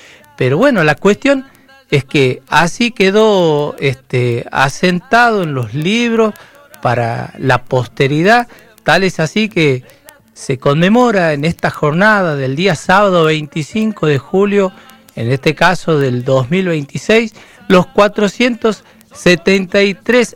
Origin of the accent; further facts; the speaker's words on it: Santiago del Estero, Argentina; moved away; nosotros desde aquí, desde nuestro querido centro de residentes santiagueños Francisco de Aguirre